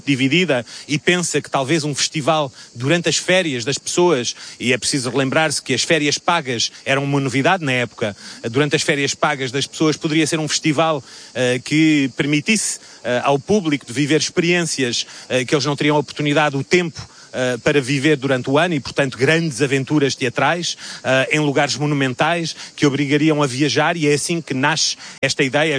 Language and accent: Portuguese; Portugal; desse país irmão do meu país natal, Portugal